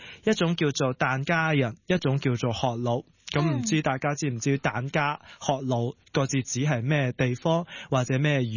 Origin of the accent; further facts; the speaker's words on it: Guangdong, China; 走咗去廣東潮汕一帶，即係我老家嗰頭啦